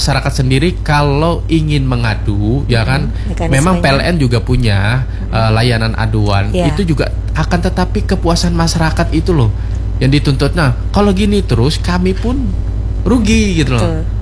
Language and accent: Indonesian; South Kalimantan, Indonesia; Tapi kita orang khususnya orang kita Banjar duduk bersama lah.